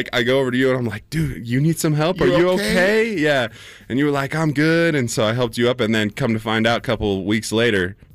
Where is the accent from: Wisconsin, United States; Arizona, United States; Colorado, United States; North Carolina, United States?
Colorado, United States; Denver; But, you know, I'm born and raised in Denver from here. Went to Thomas Jefferson High School, go Spartans.